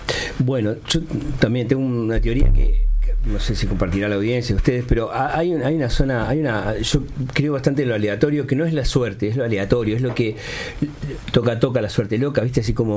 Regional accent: Montevideo, Uruguay; Mi familia es de una familia humilde, ¿no? Bastante humilde, somos del Cerro, cerquita de Cerro Norte ahí.

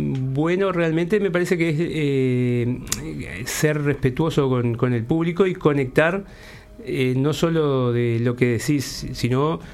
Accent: San Bautista, Canelones, Uruguay; Sí, me pasó también hace poco en un show en mi pueblo, en San Bautista.

